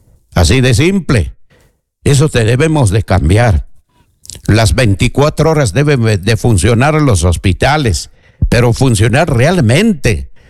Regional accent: Peru; En el Perú, todos somos peruanos

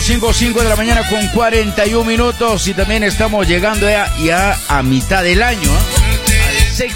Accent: Peru; como peruanos tenemos que nuevamente ir a las urnas

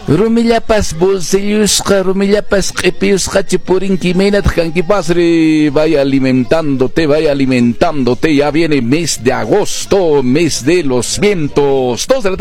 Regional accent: Canas province, Cusco, Peru; now in Cusco, Peru; hasta la provincia de Canas, mi tierra linda, mi provincia

